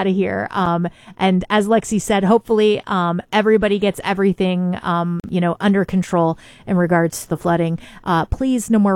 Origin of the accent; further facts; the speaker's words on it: Tecumseh, Ontario, Canada; the neighborhood that I grew up in Tecumseh.